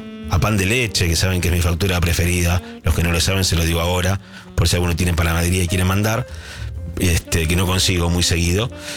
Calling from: Maipú, Mendoza, Argentina; de Mendoza, desde Maipú.

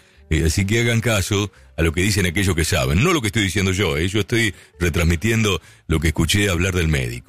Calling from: Carhué, Buenos Aires Province, Argentina; de Carué.

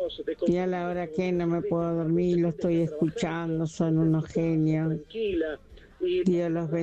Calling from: Las Parejas, Santa Fe, Argentina; Soy de Las Parejas

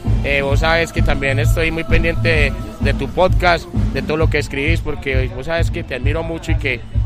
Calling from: Medellín, Antioquia, Colombia; aquí en Medellín el fenómeno se sintió muy fuerte.

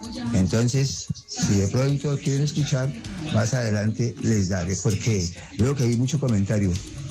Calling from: Cali, Valle del Cauca, Colombia; soy de Cali para el mundo

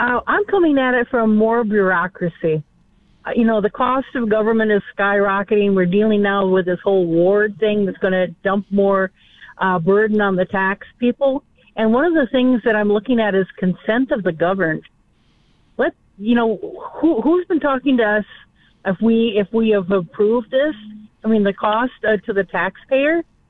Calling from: Gwinner, North Dakota, United States; I'm calling from Winter today.

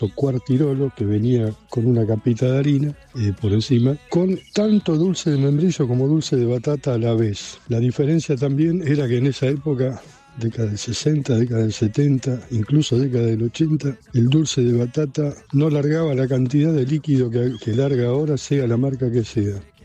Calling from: Buenos Aires, Argentina; Muy buenos días. … de Belgrano, hermosa la columna de Osvaldo como siempre.

